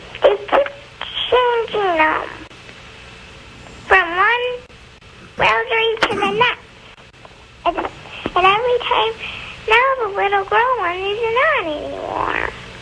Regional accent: Tonawanda, New York, United States; Tonawanda, New York.

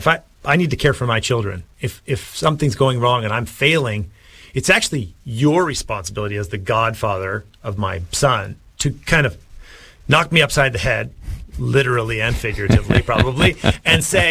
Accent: United States; I'm an American. I love America.

